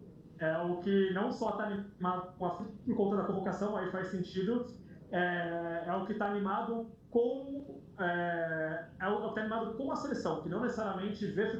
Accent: Brazil; E eu vou te falar que eu, como brasileiro fã de futebol

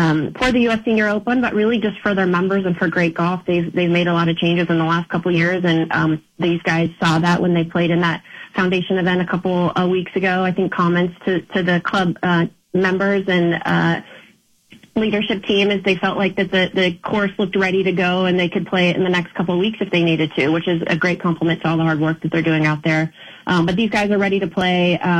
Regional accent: Seattle, Washington, United States; also born or lived in Palm Springs, United States; now in Oklahoma, United States; I'm from Seattle, Washington. Okay. There, spent most of my life there. Recently moved from Palm Springs, California

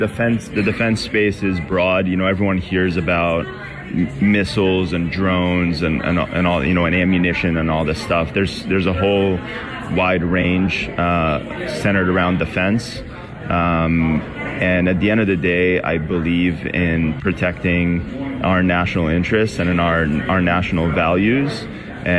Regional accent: Malta; now in United States; I was born and raised in Malta, the tiny island in the Mediterranean. I grew up with a dream myself, which was very simple. It was to move to the United States and become American.

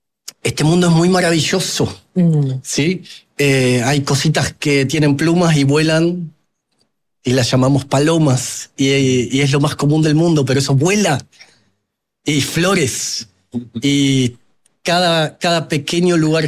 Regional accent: Argentina; donde junto con un colega, yo soy de Argentina, un colega de Uruguay y uno de Chile, contamos nuestra experiencia tratando de entrar a esta industria

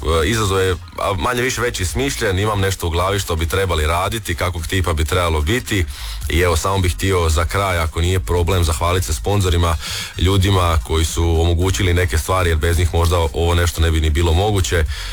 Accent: Josipovac, Osijek-Baranja County, Croatia; ja sam inače iz Josipovca

